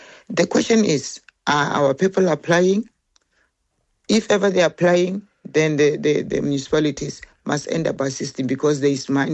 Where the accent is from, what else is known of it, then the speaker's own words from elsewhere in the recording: South Africa; me as South African person